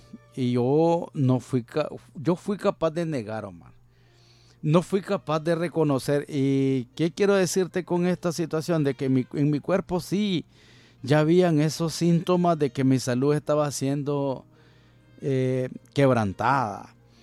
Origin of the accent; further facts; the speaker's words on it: La Concepción, Masaya, Nicaragua; moved away; hasta mi ciudad natal, La Concepción